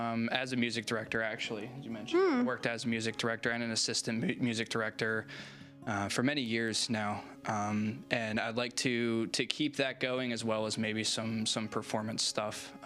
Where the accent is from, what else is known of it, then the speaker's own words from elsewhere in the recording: Maryland, United States; born there; moved away as an adult; also born or lived in Russia; now in Ave Maria, United States; Originally from Russia, actually, and I was adopted and lived in Maryland up until this year, where I moved permanently down here to Ave Maria.